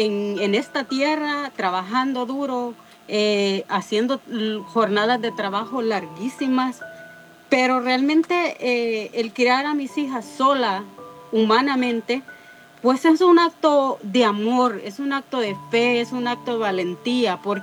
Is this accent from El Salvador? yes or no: yes; El Salvador; Soy, primero, soy salvadoreña también, igual que tú, por ahí han dado, para los que no saben.